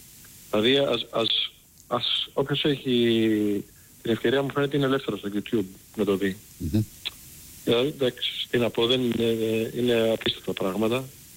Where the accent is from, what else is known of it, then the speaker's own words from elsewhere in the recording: Patras, Western Greece, Greece; now in Chicago, United States; Έτυχε πέρυσι και ήμουν στην Ελλάδα, ήμουν στο χωριό μου στην Πάτρα, την περίοδο που κάηκε η Πάτρα.